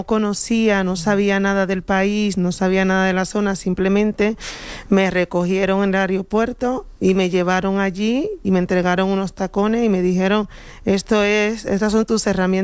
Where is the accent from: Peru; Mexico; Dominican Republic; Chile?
Dominican Republic; moved away as an adult; now in Madrid, Spain; yo soy de origen dominicano, uh-huh, y llegué aquí a España en el 2021